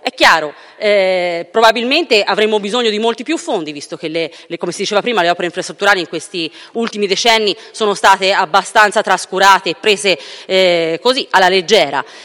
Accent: Tuscany, Italy; essendo toscana

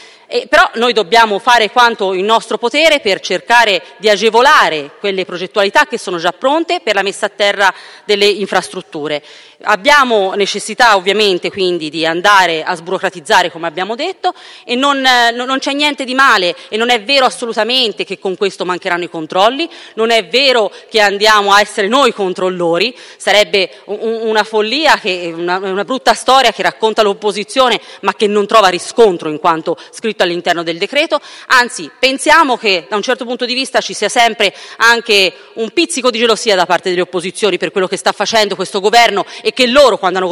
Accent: Tuscany, Italy; essendo toscana

